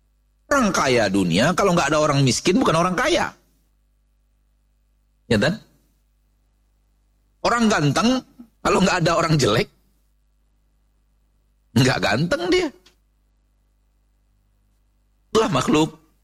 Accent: Pekanbaru, Riau, Indonesia; Kita orang Pekanbaru, orang Riau, dan Sumatera secara umum

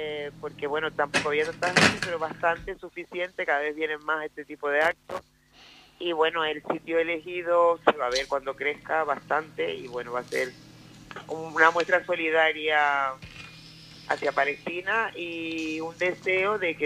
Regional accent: Canary Islands, Spain; nosotros como canarios

